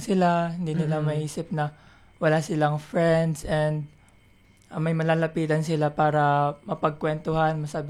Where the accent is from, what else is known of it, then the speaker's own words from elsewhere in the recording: Manila, Metro Manila, Philippines; lumaki ako sa Manila